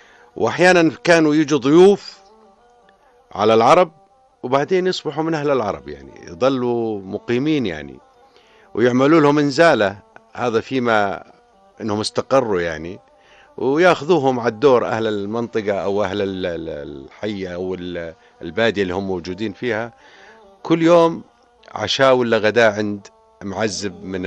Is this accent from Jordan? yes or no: yes; Jordan; ونتعامل معهم أخواننا أيضا السوريين الموجودين عندنا بالأردن